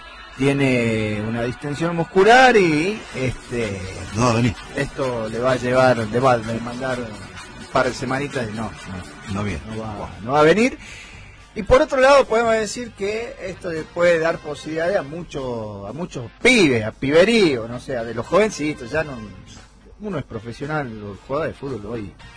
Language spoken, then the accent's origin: Spanish; Argentina; Para mí somos todos argentinos.